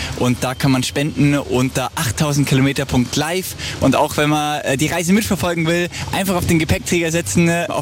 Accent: Bavaria, Germany; also born or lived in Ecuador; Ich komme gebürtig aus dem Allgäu und war dann ein Jahr in Ecuador, in so einem Mini-Dörfchen.

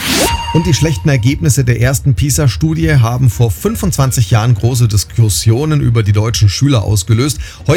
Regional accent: Nuremberg, Bavaria, Germany; Nee, ich komme ja ursprünglich aus Nürnberg. Mit Oberpfälzisch hatte ich es da nicht so sehr.

